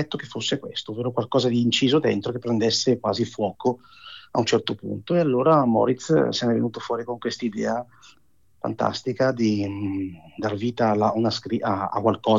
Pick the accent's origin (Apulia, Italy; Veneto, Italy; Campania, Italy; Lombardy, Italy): Lombardy, Italy; Bergamo; io sono di Bergamo e la Bassa Bergamasca è ricchissima di queste realtà.